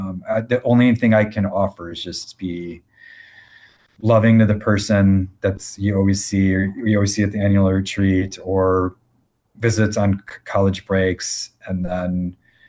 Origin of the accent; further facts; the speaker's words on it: Naperville, Illinois, United States; But then that was the only real Christian preschool in my hometown of Naperville, or at least walking distance, I guess. And then K-12 was public school.